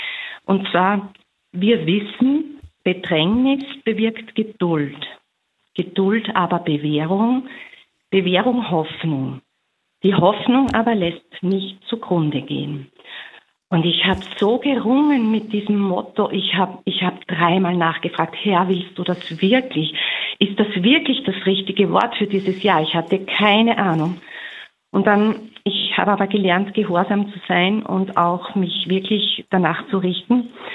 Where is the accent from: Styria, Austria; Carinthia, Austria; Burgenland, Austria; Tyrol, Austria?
Styria, Austria; Ja, grüß Gott, ich komme aus der Steiermark und ich hab eher zufällig Radio Maria aufgedreht.